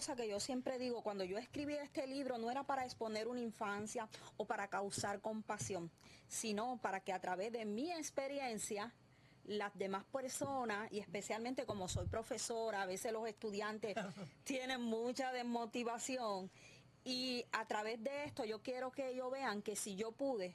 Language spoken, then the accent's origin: Spanish; Dominican Republic; born there; moved away; Por ejemplo, yo nací en la República Dominicana, soy dominicana, llevo aquí más de tres décadas acá, quiere decir que soy dominicana, pero un poquito de acá también